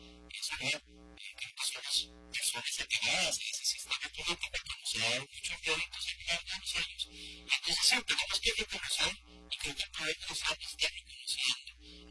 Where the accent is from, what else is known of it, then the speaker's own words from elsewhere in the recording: Costa Rica; como costarricense me siento orgulloso de eso.